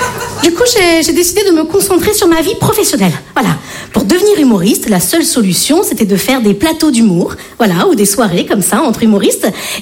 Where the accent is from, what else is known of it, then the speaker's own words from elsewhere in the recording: Bordeaux, Nouvelle-Aquitaine, France; now in Paris, France; je viens de Bordeaux.